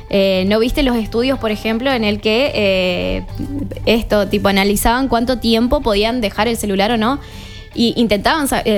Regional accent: Goya, Corrientes, Argentina; en mi pueblo, ¿no? En Goya

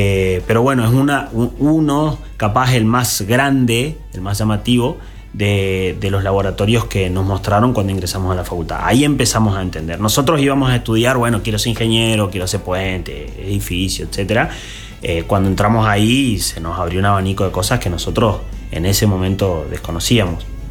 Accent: Corrientes, Argentina; moved away as an adult; now in Resistencia, Argentina; Quería quedarme acá en Corrientes. Bueno, ahora vivo en Resistencia

